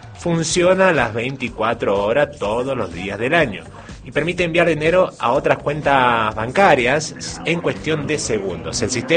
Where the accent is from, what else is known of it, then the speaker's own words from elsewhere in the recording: La Rioja, Argentina; así somos los riojanos